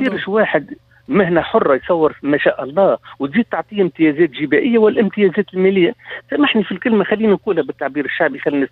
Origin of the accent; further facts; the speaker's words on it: Tunisia; عندنا في تونس